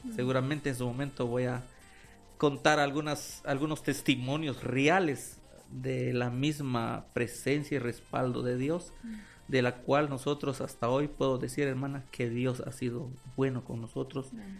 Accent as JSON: {"language": "Spanish", "town": "San Pedro Carchá", "region": "Alta Verapaz", "country": "Guatemala", "tie": "born or raised there", "said": "la marimba que es de la municipalidad de mi pueblo, como lo es San Pedro Cachao."}